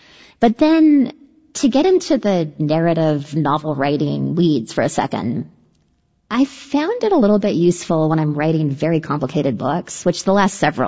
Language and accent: English; Canada; I'm Canadian. I feel like I was politer about